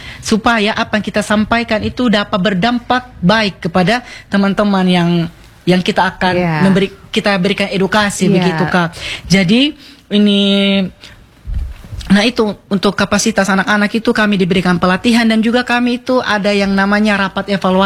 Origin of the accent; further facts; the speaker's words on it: Sumba, East Nusa Tenggara, Indonesia; kita orang Sumba